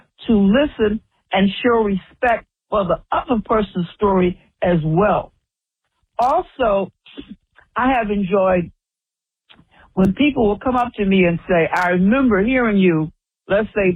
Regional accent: Alcoa, Tennessee, United States; moved away; I was born and raised in Alcoa, Tennessee, which is at the foothills of the Great Smoky Mountains. It's an aluminum town. That's how it got its name.

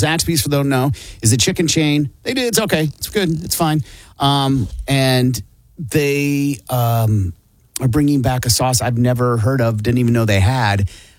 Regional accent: Iowa, United States; And growing up in Iowa, they put ketchup on everything.

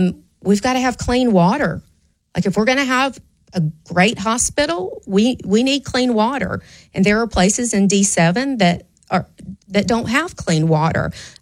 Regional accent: Savannah, Georgia, United States; now in North Alabama, United States; I didn't grow up in the Bible Belt. I grew up in Savannah, Georgia, and I became a Christian in the seventh grade at Savannah Christian.

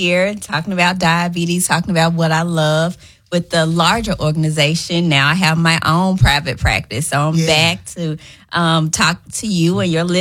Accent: Memphis, Tennessee, United States; born there; I was born in Memphis. Went to Evans Elementary, Ridgeway, and then my parents moved to West Memphis. Mm-hmm. And so I ended up graduating from West Memphis High School, but I'm back in Memphis.

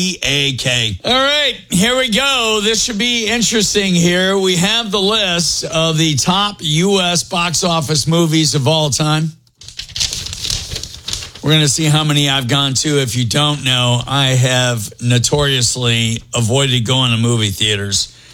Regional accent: Cleveland, Ohio, United States; now in Huntsville, United States; I'm originally from Cleveland.

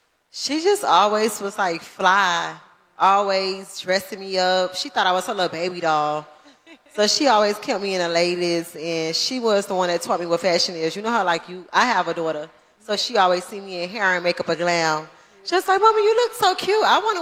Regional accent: Opa-locka, Florida, United States; I was born and raised in Opa-locka

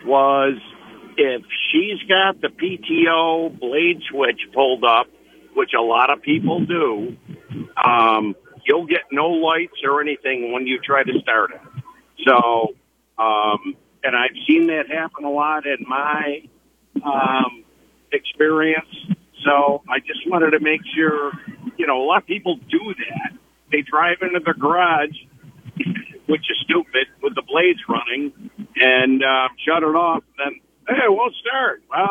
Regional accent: United States; I grew up in Wyoming County.

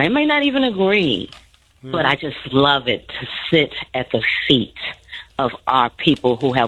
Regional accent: Chicago, Illinois, United States; also born or lived in Chatham, Chicago / Park Manor, Chicago; I grew up in South Shore and then migrated to Chatham, Park Manor.

